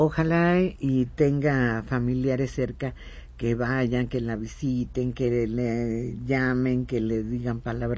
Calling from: Texcoco, State of Mexico, Mexico; Buenos días … de Texcoco, Estado de México. Y hoy es mi cumpleaños. Cumplo 57 años.

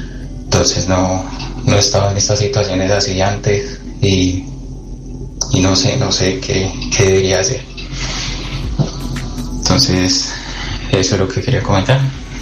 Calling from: Poland; Los escucho desde Polonia.

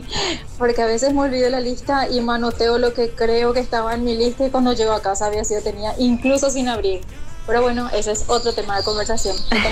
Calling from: Luque, Central, Paraguay; Soy de Luque.

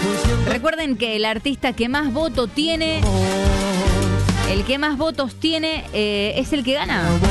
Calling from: Catamarca, Argentina; Hola, reina. … de Catamarca, escuchando siempre la Popu.

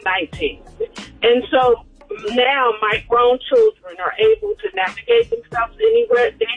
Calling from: Decatur, Georgia, United States; I'm calling from Decatur, Georgia.

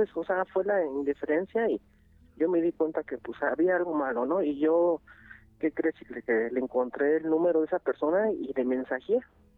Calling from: Iztapalapa, Mexico City, Mexico; Me encuentro aquí en Iztapalapa.

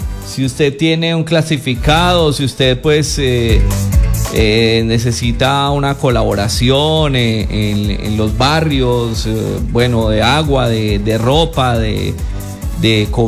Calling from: Obando, Valle del Cauca, Colombia; de Obando, acá en Obando necesitamos agua. No olviden a Obando, estamos sin agua.

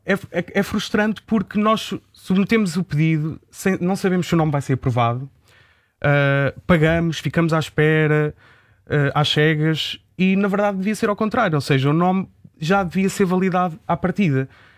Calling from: Leiria District, Centro, Portugal; Eu vivo perto da Nazaré. Sou do distrito de Leiria, sim.

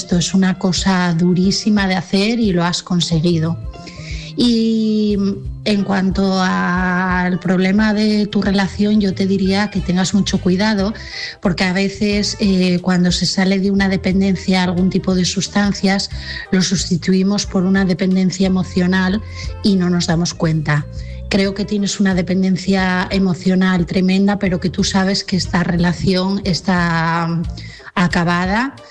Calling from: Asturias, Spain; de Asturias

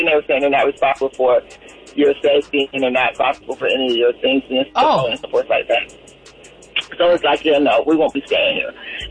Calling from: Atlanta, Georgia, United States; from Atlanta.

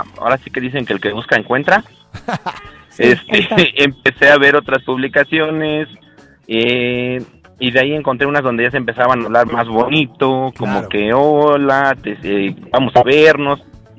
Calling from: Tlalpan, Mexico City, Mexico; del meritito Tlalpan.

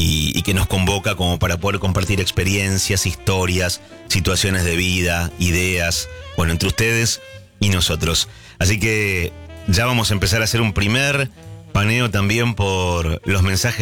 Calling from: Venado Tuerto, Santa Fe, Argentina; de Venado Tuerto, pero en este momento estoy en Londres, Catamarca.

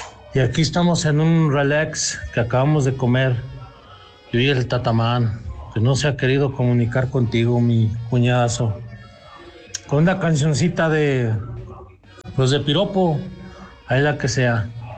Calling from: Jerez, Zacatecas, Mexico; Aquí te hablo de Jerez, Zacatecas.

